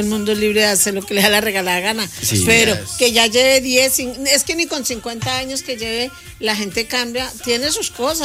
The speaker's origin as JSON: {"language": "Spanish", "region": "Bogotá", "country": "Colombia", "moved": "yes", "lives_now": "Spain", "said": "¿Rolo? China, yo soy china. Rola."}